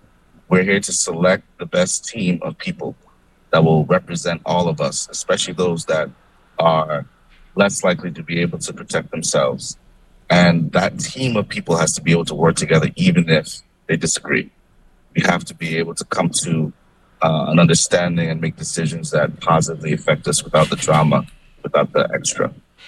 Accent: Coral Bay, St. John, U.S. Virgin Islands; born there; also born or lived in Antigua; now in St. Thomas, U.S. Virgin Islands; I grew up in Coral Bay, St. John, after moving to Antigua right before Hugo. And so we went through Hugo in Coral Bay. And so based on the hurricane, I think we steadily started moving to St. Thomas

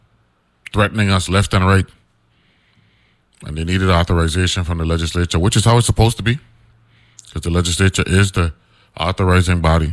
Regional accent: U.S. Virgin Islands

